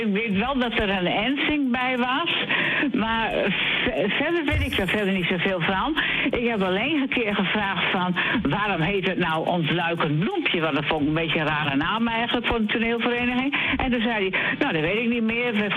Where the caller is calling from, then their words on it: Tynaarlo, Drenthe, Netherlands